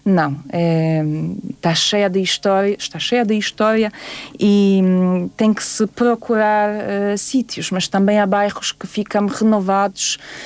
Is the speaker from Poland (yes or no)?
yes; Warsaw, Masovian Voivodeship, Poland; Eu sou da capital, sou de Varsóvia, e adoro aquela cidade.